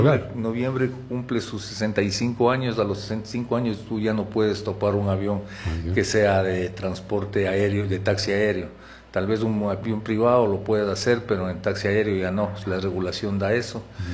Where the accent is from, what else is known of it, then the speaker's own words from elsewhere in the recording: Cuchayenza, Morona Santiago, Ecuador; first language Shuar; Spanish is a second language; yo nací en Cuchayenza, entonces yo lo primero que aprendí a hablar fue el Shuar.